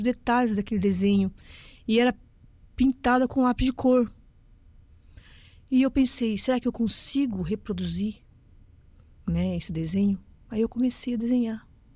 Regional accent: São Lourenço da Serra, São Paulo, Brazil

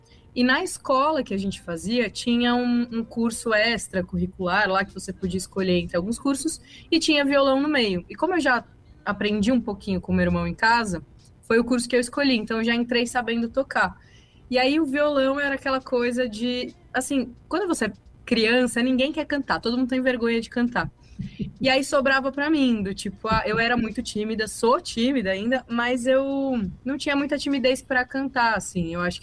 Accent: São Paulo, Brazil; Sou de São Paulo, capital.

